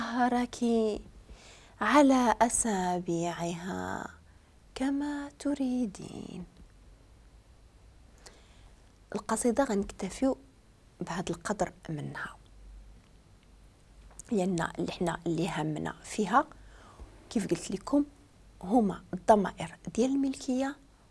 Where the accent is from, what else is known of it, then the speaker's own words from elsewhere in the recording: Morocco; وزمان الا تعقلوا ان في العائلات ديال عندنا في المغرب كتكون لا بدا شي مراه كنعيطوا ليها حبيبتي